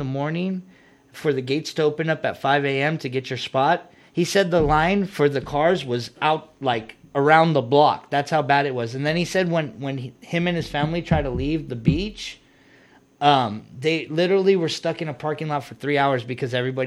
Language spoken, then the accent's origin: English; San Bernardino, California, United States; since I'm from San Bernardino